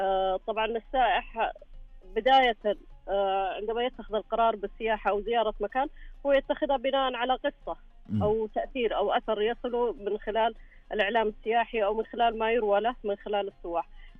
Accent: Saudi Arabia; فينا حنا كسعوديين

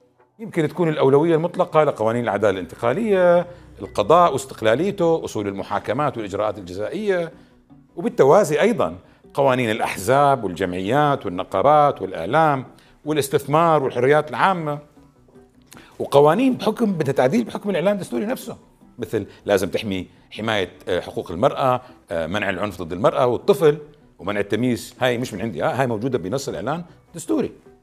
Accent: Syria; نحن سوريين

